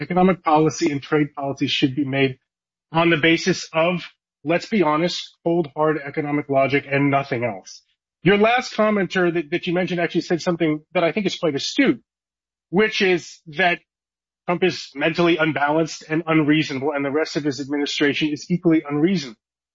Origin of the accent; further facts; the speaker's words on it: Ontario, Canada; And Ontario, again, you know, I'm from Ontario, so I'm speaking mostly to Doug Ford